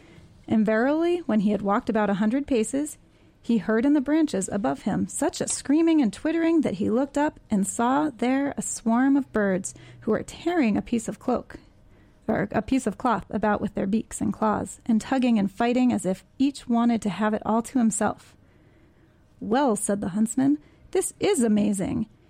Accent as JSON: {"language": "English", "town": "Hudson", "region": "New York", "country": "United States", "said": "I'm from Hudson, and I'm the Youth Programs Coordinator here at WGXC."}